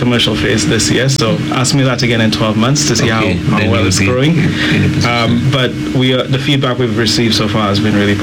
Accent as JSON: {"language": "English", "country": "St. Lucia", "tie": "born or raised there", "said": "I grew up in Groseley. I went to Groseley preschool, Groseley infant school, Groseley primary school"}